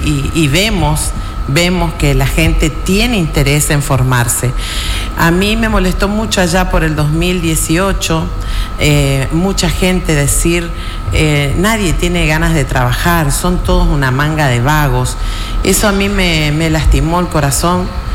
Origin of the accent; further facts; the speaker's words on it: Chaco, Argentina; Yo que vengo del Impenetrable